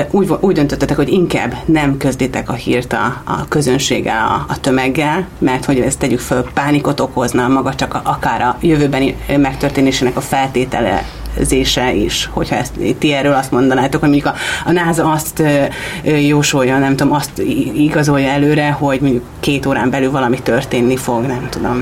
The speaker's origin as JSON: {"language": "Hungarian", "country": "Hungary", "said": "bárhova megyek, én magyar maradok"}